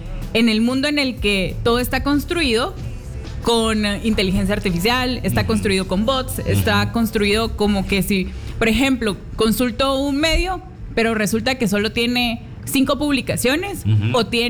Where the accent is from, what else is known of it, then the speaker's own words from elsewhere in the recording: Guatemala; Y creo yo que una cosa como guatemaltecos, esto es un plus, la verdad